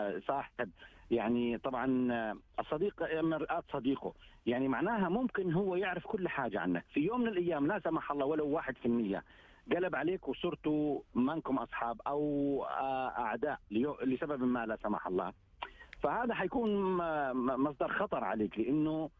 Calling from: Jeddah, Makkah Province, Saudi Arabia

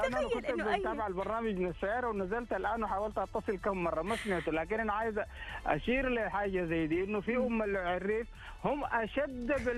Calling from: Jeddah, Makkah Province, Saudi Arabia

